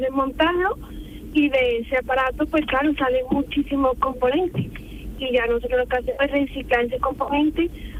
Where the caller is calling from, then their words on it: La Rinconada, Andalusia, Spain; Pues vengo desde San José